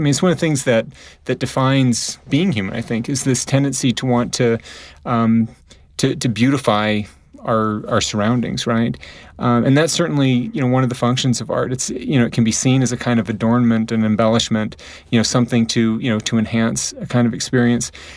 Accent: St. Louis, Missouri, United States; born there; also born or lived in Sweden; I was born in St. Louis in the Midwest, and being in Sweden for those 3 years really, I think, as a child, helped to expand my view of the world

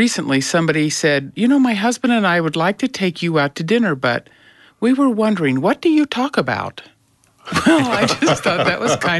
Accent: Orem, Utah, United States; from Orem.

